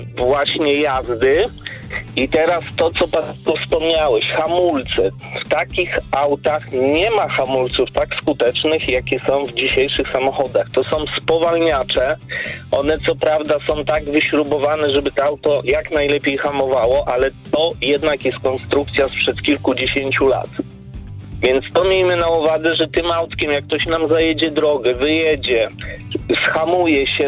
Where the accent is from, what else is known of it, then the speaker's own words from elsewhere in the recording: Lower Silesian Voivodeship, Poland; ja pochodzę z Dolnego Śląska, tam też mieszkam.